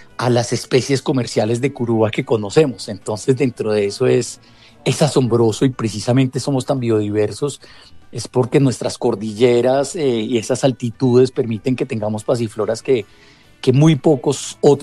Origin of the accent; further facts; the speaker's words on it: Colombia; Entonces, uno como colombiano, pues sí, de pronto conoce unas 30, 40 que puede encontrar